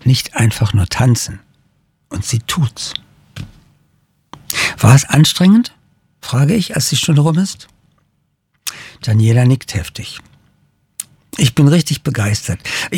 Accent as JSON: {"language": "German", "town": "Darmstadt", "region": "Hesse", "country": "Germany", "tie": "born or raised there", "said": "geht die Sonne unter, hinter den Darmstädter Palmen, ein plässlich rosa Himmel und ich freue mich an meine Heimatstadt"}